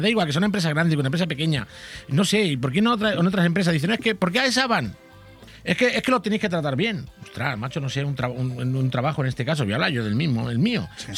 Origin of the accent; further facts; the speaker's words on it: Spain; Somos españoles.